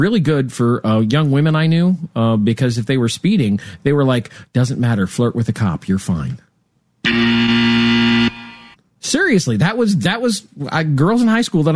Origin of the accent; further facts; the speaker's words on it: Lincoln, Nebraska, United States; She was talking about my hometown in Lincoln.